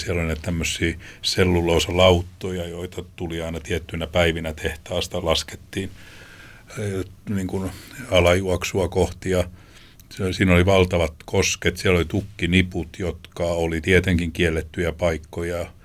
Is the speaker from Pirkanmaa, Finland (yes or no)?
no; Kymenlaakso, Finland; Kymijoki. Mä oon sieltä kotoisin sen rannoilta.